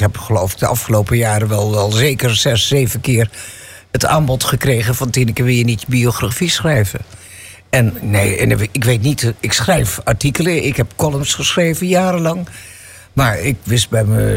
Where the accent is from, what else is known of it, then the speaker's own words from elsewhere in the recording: Hilversum, North Holland, Netherlands; Nee joh, ik kom uit Hilversum. Ja. Uit een laan waar iedereen bij de omroep werkte.